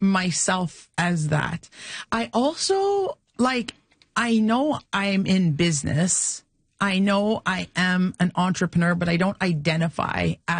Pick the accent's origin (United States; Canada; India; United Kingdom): Canada; Kitigan Zibi, Quebec; I'm from Kitigan Zibi Anishinaabeg.